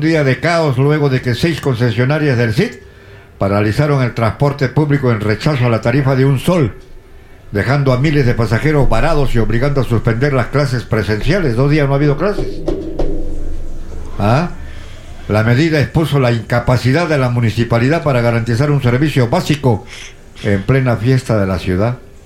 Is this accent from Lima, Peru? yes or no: no; Arequipa, Peru; y por eso que mi tierra es lírica y audaz. Claro, desde allí vinieron pues los montoneros, el montonero arequipeño, ¿no?